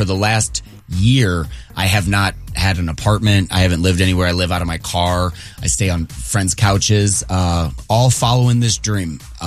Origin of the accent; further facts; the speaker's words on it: High Ridge, Missouri, United States; moved away as an adult; I'm from here, yeah. I grew up in High Ridge, Missouri, and I started doing stand-up, in St. Louis.